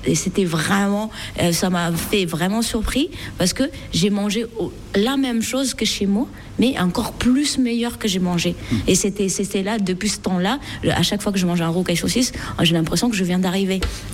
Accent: Madagascar; French is a second language; moved away as an adult; also born or lived in Réunion; now in France; Je suis née à Madagascar. J'avais pas de parents ni quoi que ce soit. J'ai habité avec orphelinat française. C'est pour ça que je parle bien français

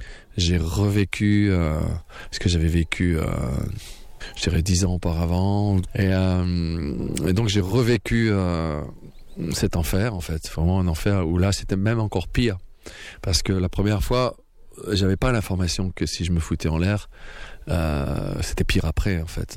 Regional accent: Hauts-de-France, France

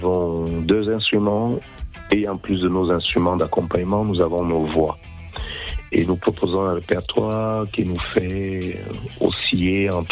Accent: Cameroon; moved away; Je pense que ça vient de mon enfance au Cameroun.

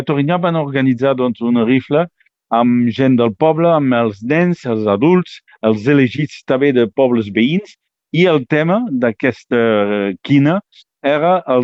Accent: Villefranche-de-Conflent, Occitania, France; comença aquí al meu poble, Vilafranca

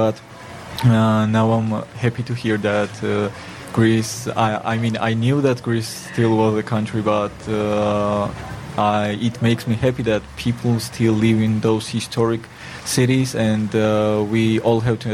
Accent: Georgia; I'm from Georgia, and a lot of people think that we really, really like to drink, and also that Georgia is still part of Russia.

